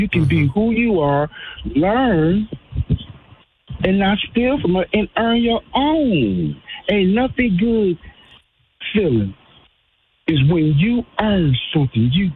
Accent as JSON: {"language": "English", "town": "Milwaukee", "region": "Wisconsin", "country": "United States", "tie": "born or raised there", "said": "I'm a native from Milwaukee."}